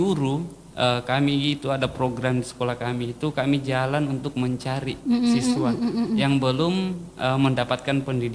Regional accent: Papua, Indonesia; Saya mulai dari 2017, saya kan dari Papua.

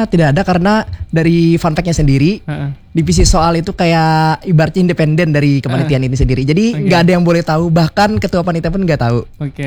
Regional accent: Banjar, South Kalimantan, Indonesia; kita tuh sebagai orang Banjar

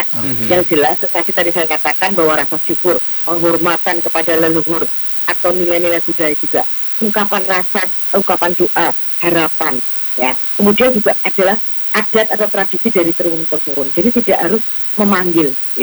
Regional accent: Java, Indonesia

